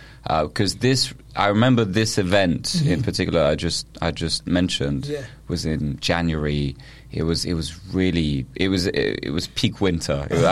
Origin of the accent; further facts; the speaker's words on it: Paris, Île-de-France, France; now in London, United Kingdom; I grew up with a British dad. I grew up in Paris.